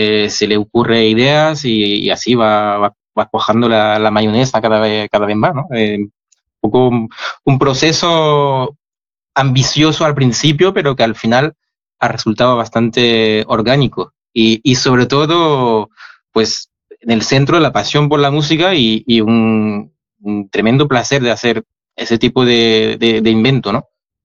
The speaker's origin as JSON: {"language": "Spanish", "country": "France", "second_language": "Spanish", "said": "porque yo soy francés, empecé con el piano clásico y bueno, o sea, en mi familia no, nadie es de España, no, nadie tiene que ver con el flamenco."}